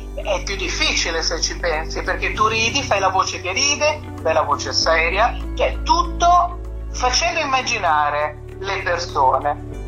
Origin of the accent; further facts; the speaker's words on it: Treviso, Veneto, Italy; now in Milan, Italy; io sono una trevigiana o trevisana, come si dice doppia, sono a Milano